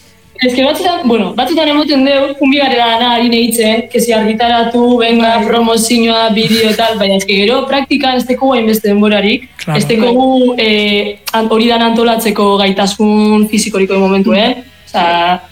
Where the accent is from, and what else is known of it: Guernica, Basque Country, Spain